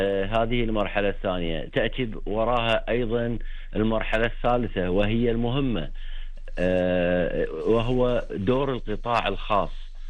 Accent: Kuwait; عندنا في الكويت

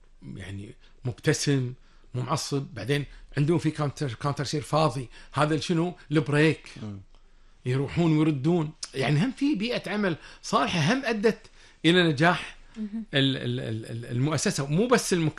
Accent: Kuwait; عندنا بالكويت

